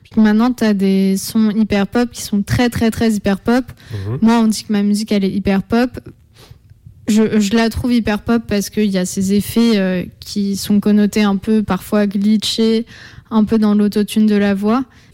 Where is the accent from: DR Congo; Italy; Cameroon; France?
France; accent: French; ça reste moi, je suis française, donc forcément il y a une trace.